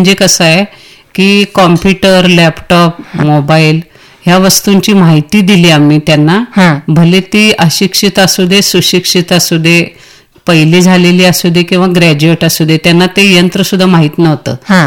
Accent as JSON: {"language": "Marathi", "region": "Maharashtra", "country": "India"}